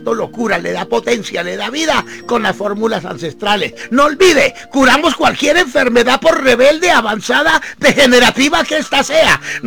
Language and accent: Spanish; Paya, Boyacá, Colombia; born there; Tengo 58 años. … Nací en Paya, Boyacá.